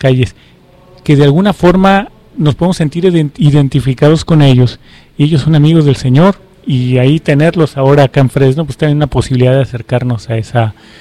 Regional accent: Guadalajara, Jalisco, Mexico; Yo que vengo de Guadalajara, la cuna de los cristeros

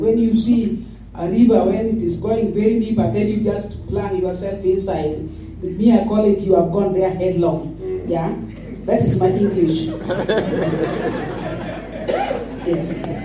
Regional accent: Kisumu County, Kenya; from Kisumu County, from representing justice centers and women.

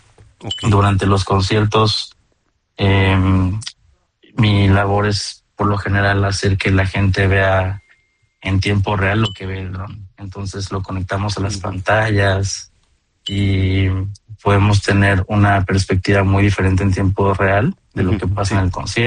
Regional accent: Mexico

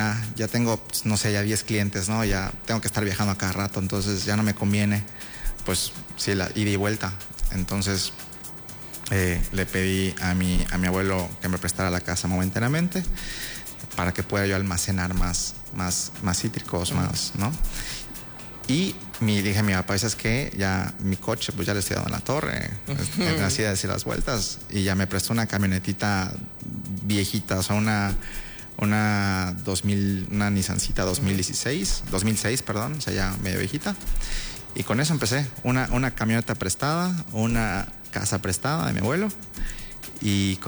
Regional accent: Mexico; moved away; soy de Xuscap

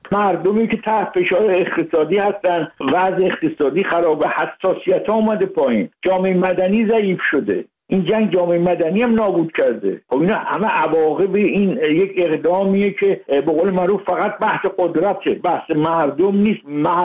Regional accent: Tehran, Tehran Province, Iran; و ما خانه ما تهرانه، ما ساکن تهرانیم.

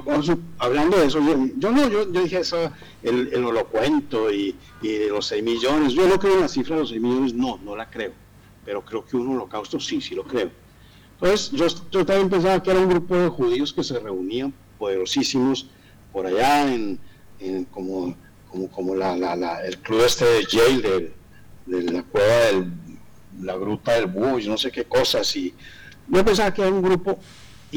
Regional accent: Colombia; No, yo soy colombiano.

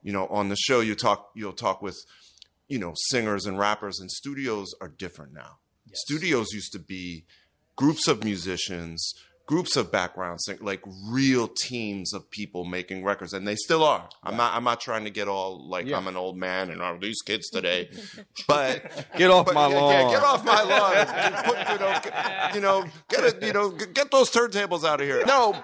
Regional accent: Pennsylvania, United States; my very sort of Jewish and black neighborhood that I grew up in outside of Philly

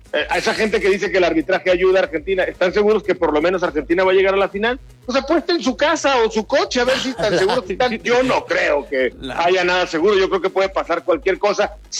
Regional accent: Torreón, Coahuila, Mexico; Yo soy de Torreón

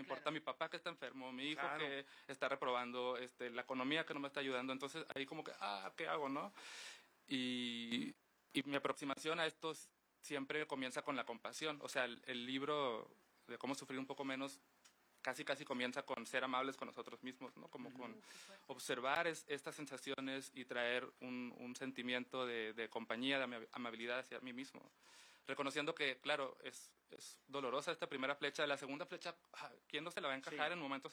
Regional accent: Mexicali, Baja California, Mexico; Yo soy de Mexicali.

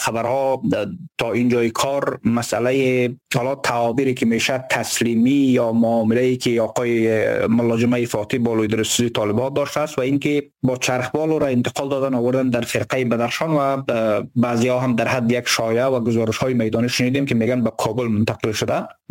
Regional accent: Badakhshan, Afghanistan; ما از بدخشان هستیم

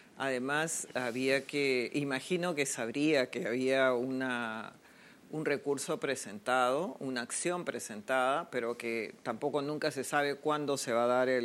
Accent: Marcona, Ica, Peru; No, yo soy de Nazca, pero de Marcona, ¿no? Yeah. Que es un distrito de la provincia de Nazca.

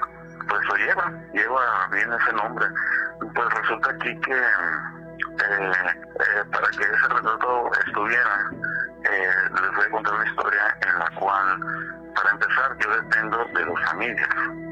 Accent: Ensenada, Baja California, Mexico; also born or lived in Chiapas; bueno, yo estaba muy pequeño, tenía prácticamente como 2-3 años, ¿no? Desde el estado de Chiapas llegamos a México y de México ya quedamos aquí en Ensenada, aquí radicamos ya, pues ya tengo yo más de 40 años, casi toda mi vida.

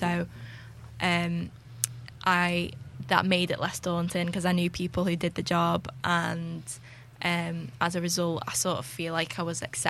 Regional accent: Widnes, North West England, United Kingdom; So I'm from Widnes.

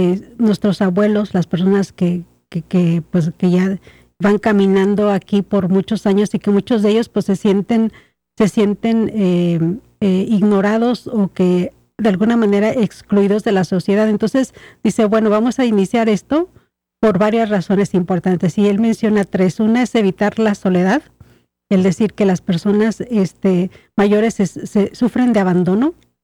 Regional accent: Mexico; Y yo, como buena mexicana, digo, pues, burritos y tamales.

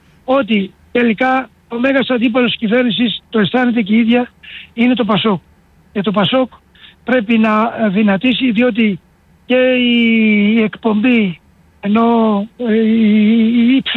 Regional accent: Chios, North Aegean, Greece; Ξέρετε πώς ο τόπος μου, επανέρχομαι, γιατί εντάξει, είμαι και βουλευτής του τόπου, της Χίου.

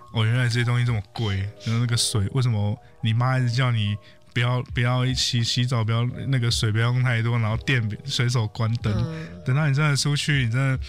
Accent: Hualien County, Taiwan; 我觉得啦，就是以站在一个中立人的立场，对，虽然我是花莲人这样。

